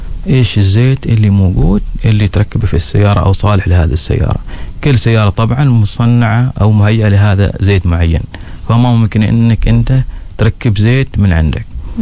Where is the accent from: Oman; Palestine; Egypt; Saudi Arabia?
Oman; فنحن كعمانيين